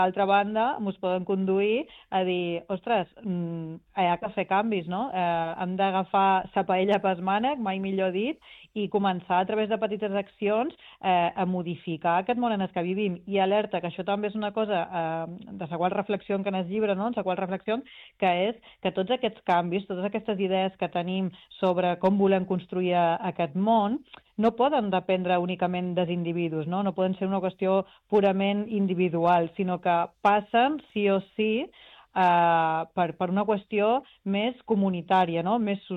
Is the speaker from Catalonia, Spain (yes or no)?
no; Ibiza, Balearic Islands, Spain; Jo, per exemple, visc a una illa petita, jo sóc d'Eivissa, aquí, per exemple, només es produeix el 3% dels aliments que consumim aquí